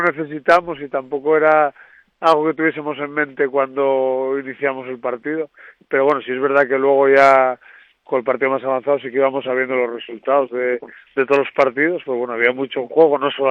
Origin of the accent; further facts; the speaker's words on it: Infiesto, Asturias, Spain; also born or lived in Nava; now in Noreña, Spain; Yo soy de Infiesto, pero bueno, mi mujer es de Nava, tengo mucha vida en Nava, tengo familia en Nava, y tuve la suerte, yo ahora vivo en Noreña, soy un noreñense más